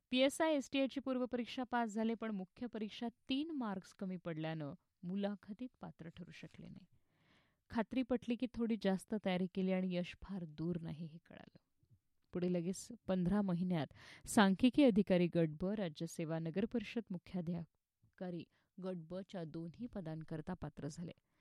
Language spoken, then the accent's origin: Marathi; Amravati, Maharashtra, India; moved away as an adult; also born or lived in Daryapur; शनिवार रविवार मुलीला भेटायला मी माहेरी अमरावतीला यायचे.